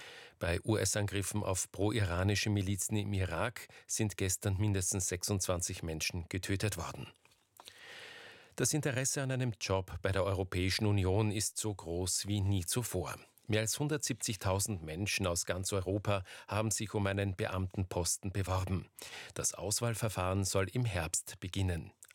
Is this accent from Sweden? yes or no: no; Austria; Zum Thema Trockenheit und Waldbrandgefahr bei uns in Österreich